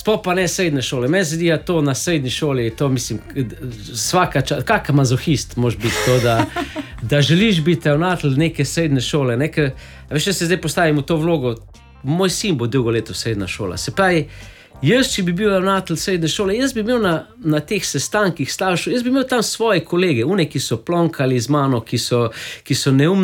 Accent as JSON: {"language": "Slovenian", "town": "Velenje", "region": "Savinja", "country": "Slovenia", "said": "1000 mil do doma, 1000 do Velenja, zakaj? Ker sem iz Velenja."}